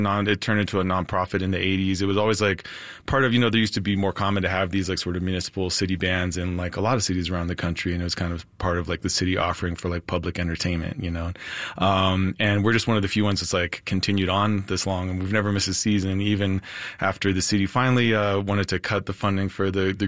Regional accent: Denver, Colorado, United States; So I grew up around the City Park area, and actually so did

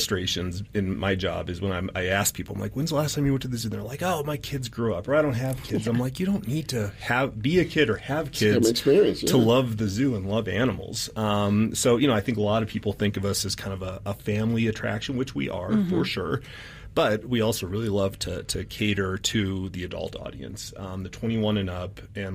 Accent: New Mexico, United States; moved away; I grew up in New Mexico, loved the zoo there.

